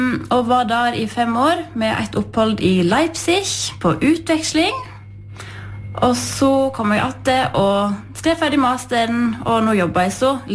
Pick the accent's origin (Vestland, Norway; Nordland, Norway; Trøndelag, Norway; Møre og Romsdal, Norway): Vestland, Norway; Jøstedalen; Jeg kommer fra Jøstedalen, og jeg har vokst opp på Myklemyr. Og der bodde jeg helt til jeg var 16, i lag med foreldre og en bror